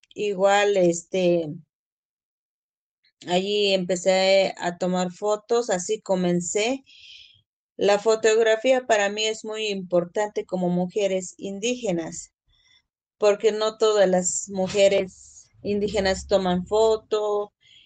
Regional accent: San Juan Chamula, Chiapas, Mexico; soy originario de San Juan Chamula, hablo tzotzil

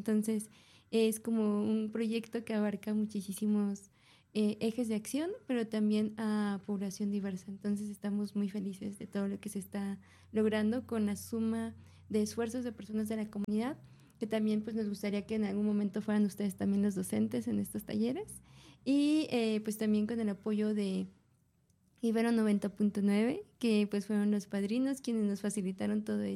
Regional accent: Mexico City, Mexico; soy oriunda de Pueblo de Santa Fe

